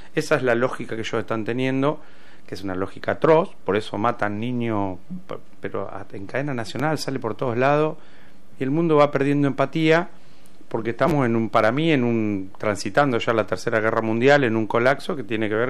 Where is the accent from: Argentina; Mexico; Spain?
Argentina; Como Argentina le declaramos la guerra.